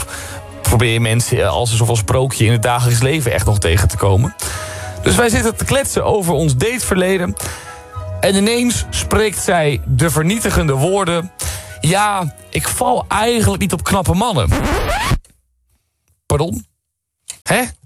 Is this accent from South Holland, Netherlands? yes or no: no; Utrecht, Netherlands; Zelf kom ik uit Utrecht.